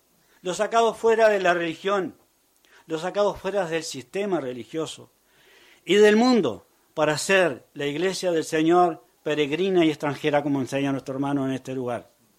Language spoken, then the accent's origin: Spanish; Uruguay; Bueno, somos hermanos de Uruguay, como lo decían.